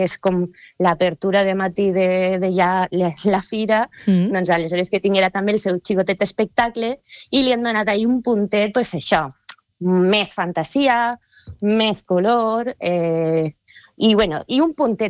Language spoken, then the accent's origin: Catalan; Gandia, Valencian Community, Spain; a mi com a gandiana